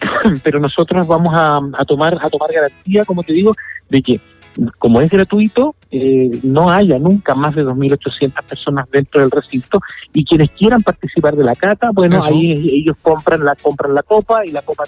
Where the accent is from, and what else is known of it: Chile